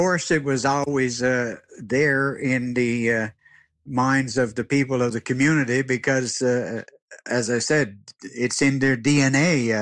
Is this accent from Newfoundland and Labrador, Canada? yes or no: yes; Newfoundland and Labrador, Canada; growing up in the Straits of Belle Isle and in throughout Newfoundland.